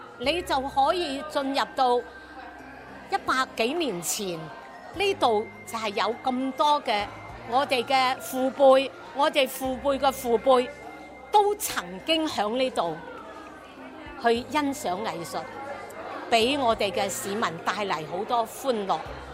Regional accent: Guangzhou, Guangdong, China; 因為海珠大戲院咧，亦都係我哋廣州人 我哋廣東人即係睇大戲嘅一個好重要嘅地方

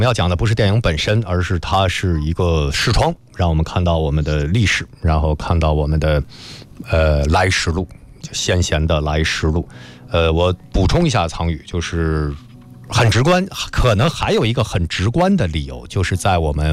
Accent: Chaoshan, Guangdong, China; 我作为潮汕人，我作为中华文明的一份子

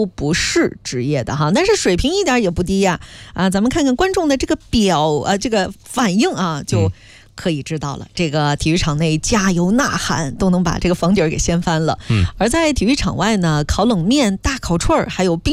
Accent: Inner Mongolia, China; 因为我是内蒙人

